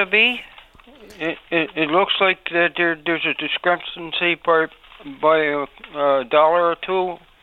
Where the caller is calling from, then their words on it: Newfoundland and Labrador, Canada; No, I'm out around the bay.